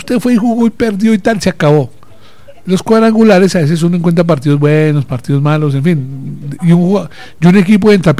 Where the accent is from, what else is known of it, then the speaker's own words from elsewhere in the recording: Colombia; me sentí representado como colombiano